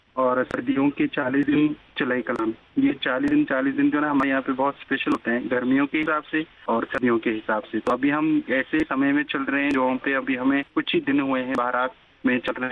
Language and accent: Hindi; Jammu and Kashmir, India; तो हम कश्मीरी लोग भी जैसे आपके वहाँ पे आते हैं घूमने, हम भी यहाँ पे घूमने निकलते हैं बच्चों के साथ।